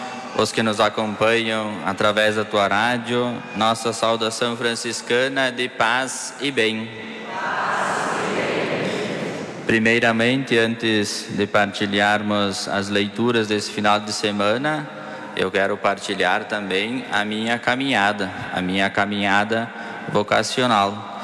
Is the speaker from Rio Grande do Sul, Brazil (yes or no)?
yes; Marau, Rio Grande do Sul, Brazil; moved away as an adult; now in Garibaldi, Brazil; Lá na minha comunidade Santo Agostinho, onde eu me criei, lá no interior de Marau.